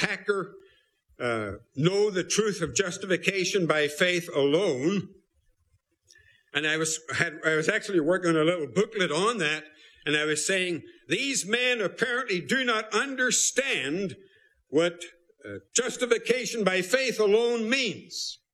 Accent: Belfast, Northern Ireland, United Kingdom; They had a funeral for him in Belfast, my hometown.

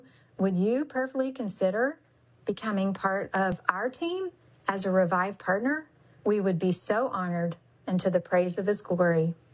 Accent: Texas, United States; I'm from Texas.

